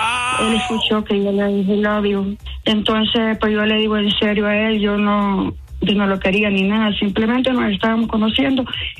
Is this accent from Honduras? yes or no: yes; Honduras; No, soy hondureña, pero soy mujer de un solo hombre